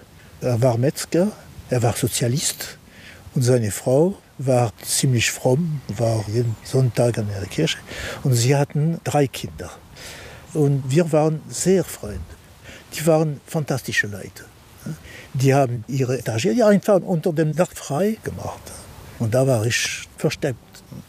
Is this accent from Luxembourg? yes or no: yes; Luxembourg; Wir sind Luxemburger mit jüdischer Religion.